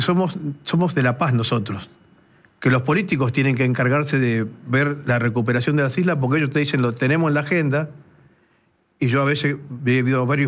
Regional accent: Argentina; sabemos que los argentinos somos muy futboleros

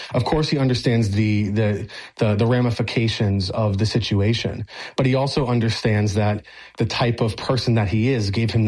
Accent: Miami, Florida, United States; born or raised there

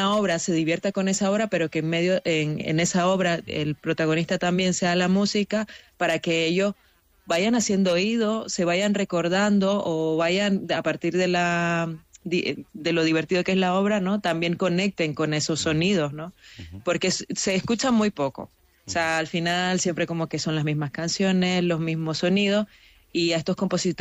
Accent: Nicaragua; moved away as an adult; now in Irún, Spain; Yo soy de Nicaragua. Yo llegué hace 8 años a Irún y he tenido que aprender euskera.

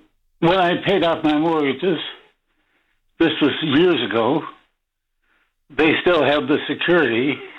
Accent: Toronto, Ontario, Canada; moved away; Toronto, which is my hometown.

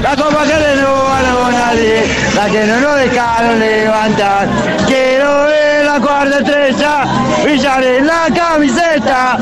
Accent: Argentina; Vos sabés cómo somos argentinos.

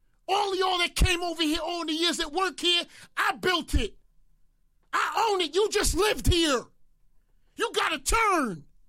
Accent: New York City, New York, United States; I am from the Bronx, and I've been here a long time.

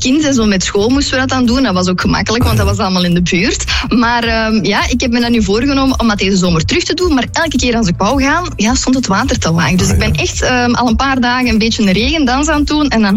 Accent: Herentals, Antwerp, Belgium; Ook niet zo ver, want ik ben afkomstig uit Herentals. Ja. En daar stroomt de Kleine Neten door.

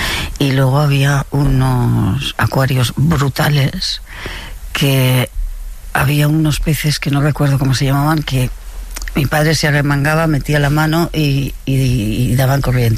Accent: Barcelona, Catalonia, Spain; Imagínate que yo soy de Barcelona y el primer acuario de España lo fundó mi abuelo.

